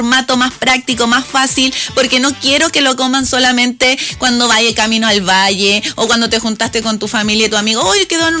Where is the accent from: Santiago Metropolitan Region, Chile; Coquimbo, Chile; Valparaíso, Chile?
Coquimbo, Chile; also born or lived in La Serena / Caleta San Pedro; tan de nosotros, tan coquimbano